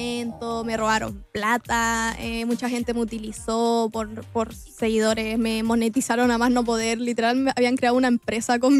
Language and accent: Spanish; Conchalí, Santiago Metropolitan Region, Chile; Y bueno, fui nací y criada en Conchalí.